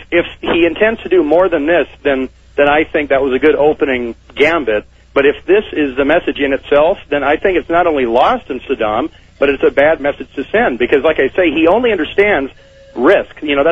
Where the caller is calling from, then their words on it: Salt Lake City, Utah, United States; I'm calling from Salt Lake, where your Chupacabra affiliate just was.